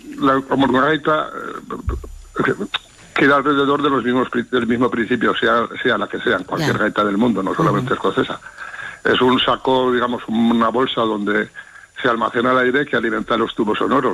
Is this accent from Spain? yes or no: yes; Sariñena, Aragon, Spain; Soy nacido en Sariñena y residente de Sariñena.